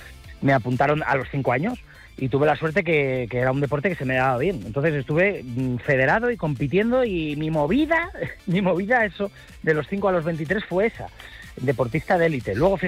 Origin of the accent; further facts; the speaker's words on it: Alicante, Valencian Community, Spain; con muchas ganas de regresar a la Rambleta y de regresar a Valencia, ya que yo soy valenciano, soy de Alicante